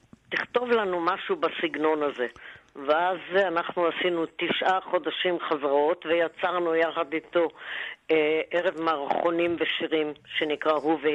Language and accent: Hebrew; Tel Aviv, Tel Aviv District, Israel; כן, אני תל אביבית, נולדתי אסלית תל אביבית.